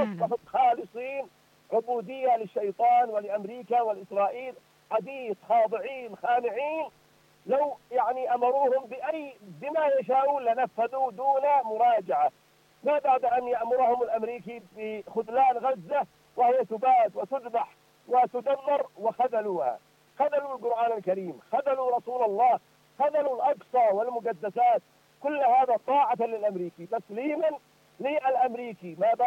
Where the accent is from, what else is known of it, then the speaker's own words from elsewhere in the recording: Yemen; فنحن كشعب يمني